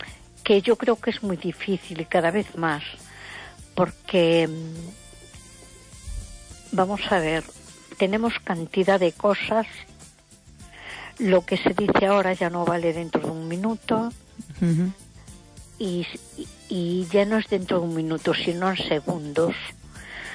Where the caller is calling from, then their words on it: A Coruña, Galicia, Spain; de Coruña.